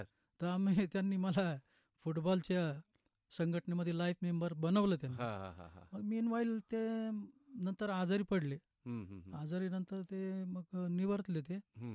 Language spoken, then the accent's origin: Marathi; Ahmednagar district, Maharashtra, India; माझा जिल्हा नगरचा आहे